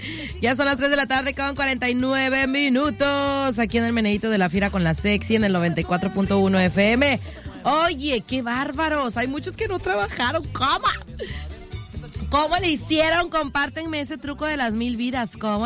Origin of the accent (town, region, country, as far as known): Mexico